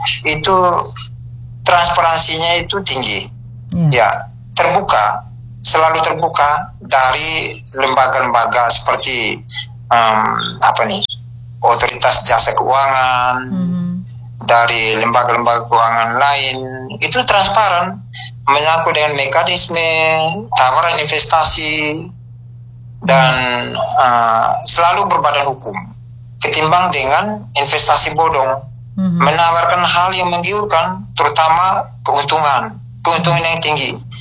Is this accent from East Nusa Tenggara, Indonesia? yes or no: yes; Flores, East Nusa Tenggara, Indonesia; kita orang Flores